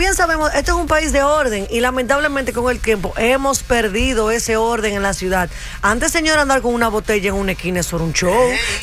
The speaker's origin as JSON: {"language": "Spanish", "country": "Dominican Republic", "lives_now": "New York, United States", "said": "a mí, como dominicana, residente del Bronx, a veces yo me fastidio en mi mente."}